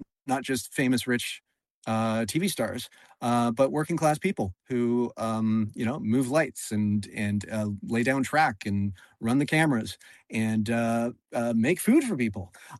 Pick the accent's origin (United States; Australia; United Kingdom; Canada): Canada